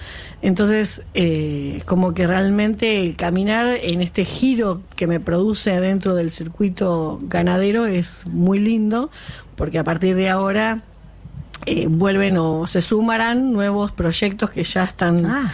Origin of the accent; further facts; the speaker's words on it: Tapalqué, Buenos Aires Province, Argentina; acá me doy cuenta que también de mi pueblo, que es Tapalqué, soy la única productora que ha llegado con vacunos